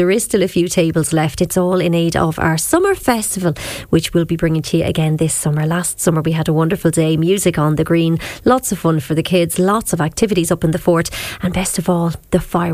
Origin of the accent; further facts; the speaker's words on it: Duncannon, Leinster, Ireland; I am from Duncannon, so I'm part of the Village Committee